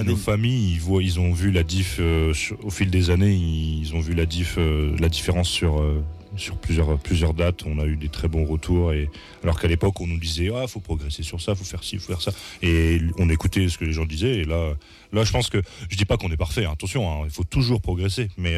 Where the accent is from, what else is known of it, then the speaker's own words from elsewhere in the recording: Douai, Hauts-de-France, France; Notre premier concert, c'était à Douai, donc on est des Douaisiens.